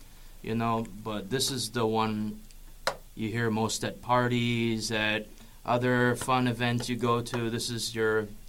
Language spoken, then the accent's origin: English; Pittsburgh, Pennsylvania, United States; I'm at Duquesne University studying business, and I'm originally from Pittsburgh. Been here my whole life.